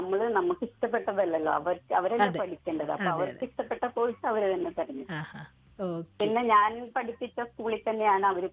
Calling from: Mala, Kerala, India; മാളയിൽ നിന്ന്.

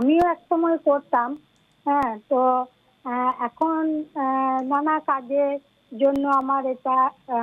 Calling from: West Bengal, India; আমি বাহিরে বীরভূম থেকে

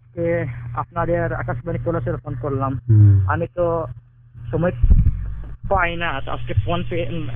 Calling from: Badri Par, Assam, India; আমি আসাম কাছাড় জেলা থেকে বলছি … আর আমার গ্রামের নাম বাদরি পার।

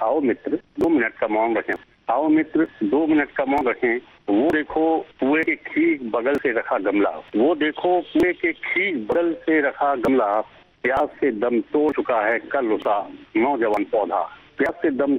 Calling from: Jhansi, Uttar Pradesh, India; मैं झांसी से बोल रहा हूँ।

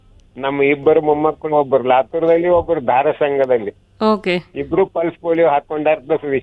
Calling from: Vijayapura, Karnataka, India

